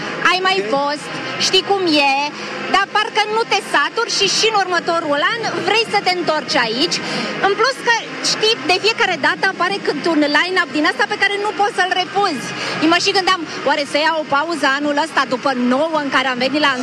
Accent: Arad, Arad County, Romania; moved away as an adult; now in Bucharest, Romania; pentru că sunt din Arad și toate expresiile astea sunt cumva familiare pentru mine. Cred că am mai uitat un pic de ele, pentru că deja am 10 ani de când m-am mutat în București

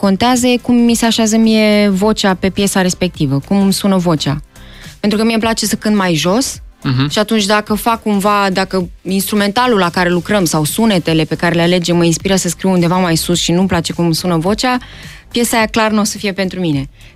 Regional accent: Romania; ar trebui să știe că sunt româncă

